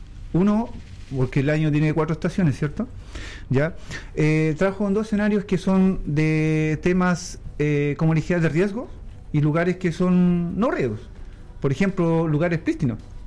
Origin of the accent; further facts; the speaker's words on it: Chosuenco, Los Ríos, Chile; Yo vengo de la parte de Chosuenco, no sé si he ubicado, sí, pero claro.